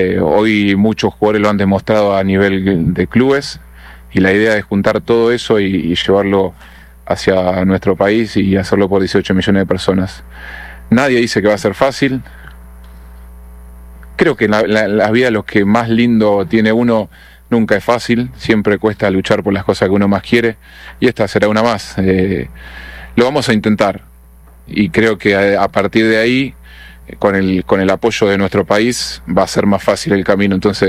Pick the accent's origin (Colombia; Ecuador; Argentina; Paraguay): Ecuador